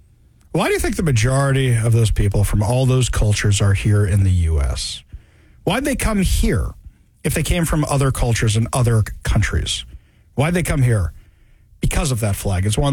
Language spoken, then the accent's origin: English; Seattle, Washington, United States; I know we're supposed to make fun of Tacoma because we're from Seattle.